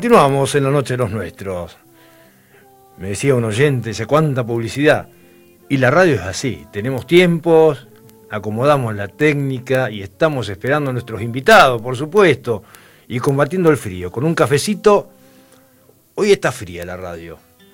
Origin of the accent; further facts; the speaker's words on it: Santa Cruz, Argentina; nuestra tierra es muy jovencita, nuestra provincia tiene tan solo casi 60 años